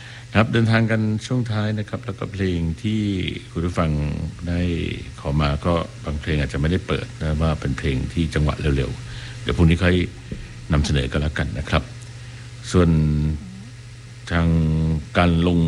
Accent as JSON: {"language": "Thai", "region": "Bangkok", "country": "Thailand", "tie": "born or raised there", "said": "ก็ตอนไปอยู่กันกับน้องสาวซึ่งเราก็เป็นเด็กกรุงเทพนะฮะที่มีไฟฟ้าแล้วก็มีโทรทัศน์ดูในที่บ้านนอก"}